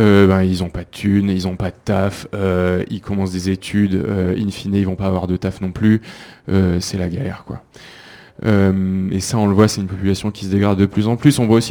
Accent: Grenoble, Auvergne-Rhône-Alpes, France; Moi, je viens de l'Isère, je viens de Grenoble

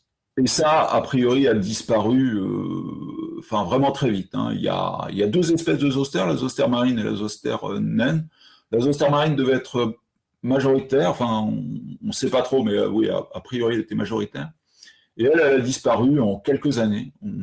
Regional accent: Normandy, France; born there; quand j'étais petit en Normandie

